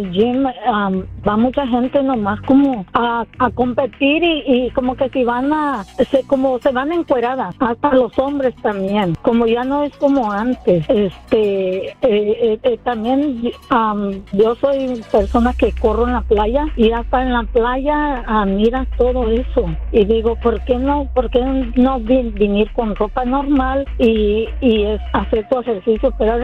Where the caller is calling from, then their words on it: Long Beach, California, United States; Hablo de Long Beach